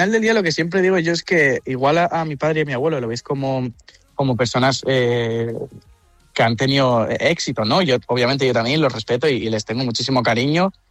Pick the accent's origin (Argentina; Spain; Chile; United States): Spain; Ibiza, Balearic Islands; me está recordando mucho a mi tierra, Ibiza.